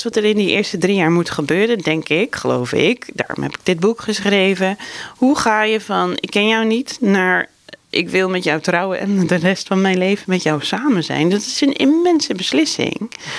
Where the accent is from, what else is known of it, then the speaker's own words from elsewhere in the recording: Amsterdam, North Holland, Netherlands; dan is dit dus waar ik woon. Maar ik kom uit Amsterdam en daar is het ook heel leuk.